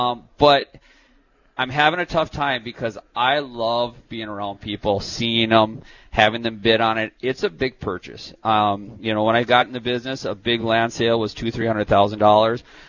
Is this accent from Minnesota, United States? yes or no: yes; Minnesota, United States; moved away as an adult; now in North Dakota, United States; I grew up in West Central Minnesota.